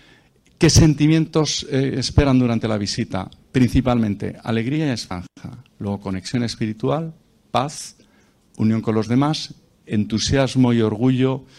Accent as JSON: {"language": "Spanish", "country": "Spain"}